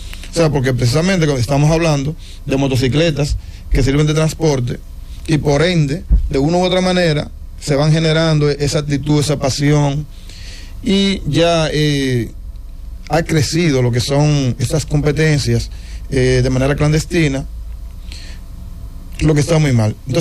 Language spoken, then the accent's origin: Spanish; Santiago de los Caballeros, Santiago, Dominican Republic; nosotros somos de Santiago